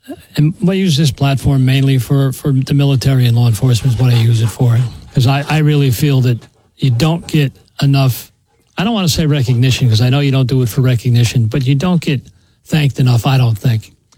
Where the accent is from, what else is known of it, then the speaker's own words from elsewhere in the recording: Monroe, New York, United States; I came from Monroe, New York, so I've been in the area my whole life.